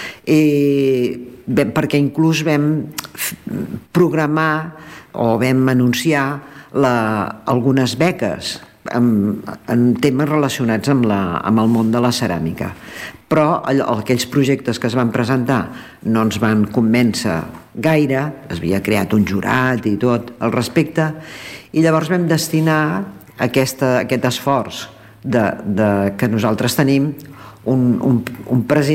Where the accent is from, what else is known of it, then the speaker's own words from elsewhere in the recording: Esplugues de Llobregat, Catalonia, Spain; permet tant a gent que som d'Esplugues com d'altres indrets, arribar aquí